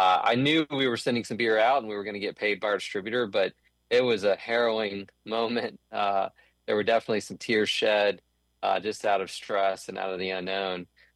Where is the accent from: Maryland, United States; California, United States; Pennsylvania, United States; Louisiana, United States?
Louisiana, United States; born there; also born or lived in Jennings, Louisiana; now in New Orleans, United States; So I'm from rural Southwest Louisiana. I was born in Jennings. My dad joined the Navy when I was five, so we bounced around for about 6 years, and then we settled back in Hathaway, just north of Jennings, a tiny little rural community where I had 32 kids in my graduating class of Hathaway High School.